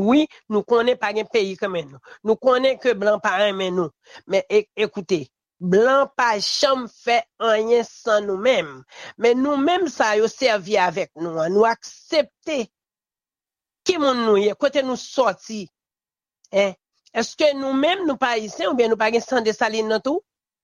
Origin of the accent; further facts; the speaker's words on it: Haiti; Et moi-même en tant que haïtien